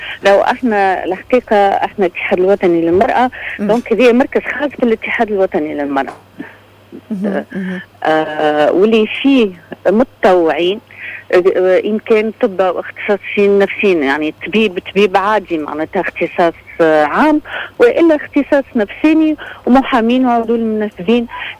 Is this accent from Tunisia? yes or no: yes; Tunisia; اللي عندنا في تونس